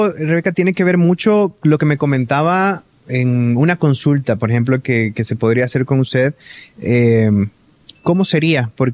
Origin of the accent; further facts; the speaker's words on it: El Salvador; tradiciones que nosotros tenemos como salvadoreños